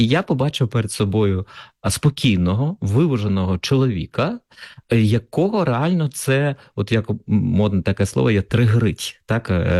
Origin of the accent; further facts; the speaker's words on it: Kharkiv, Kharkiv Oblast, Ukraine; now in Lviv, Ukraine; хоча, Галю, ви знаєте, що я сам з Харкова.